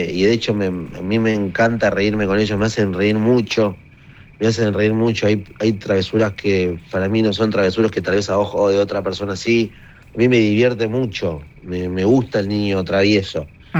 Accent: Buenos Aires, Argentina; born there; Yo nací en Buenos Aires, pero toda mi familia es de Jujuy.

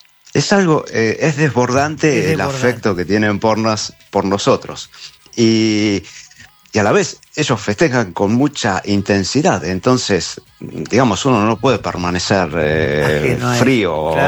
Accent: Buenos Aires, Argentina; moved away as an adult; now in Bangladesh

